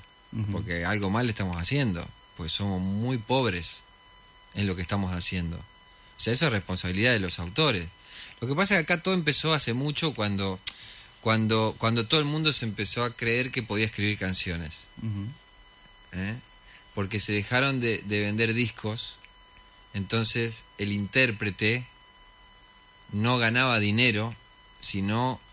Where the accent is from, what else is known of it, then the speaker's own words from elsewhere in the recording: Concordia, Entre Ríos, Argentina; moved away; also born or lived in Rosario; Soy de Rosario, pero me crié en Concordia